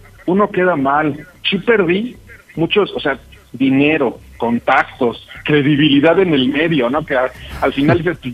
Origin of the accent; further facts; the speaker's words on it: Azcapotzalco, Mexico City, Mexico; Tengo 32 añitos. Uh-huh. Y soy de acá, de Azcapotzalco.